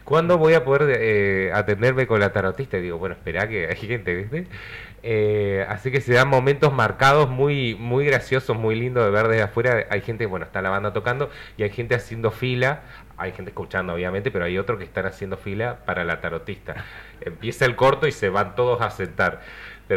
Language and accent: Spanish; Río Gallegos, Santa Cruz, Argentina; also born or lived in Córdoba; yo empecé acá en el 2000, yo soy de acá de Río Gallegos